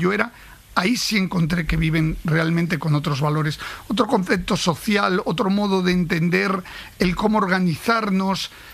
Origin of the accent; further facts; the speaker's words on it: Italy; Yo soy también italiano, mi mujer es italiana